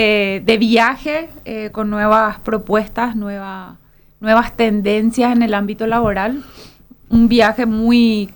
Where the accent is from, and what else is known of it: Paraguay